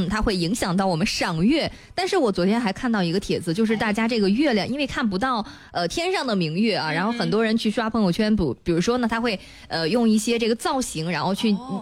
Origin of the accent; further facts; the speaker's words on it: China; 对我们中国人来说还是非常非常的这个重要的一个假期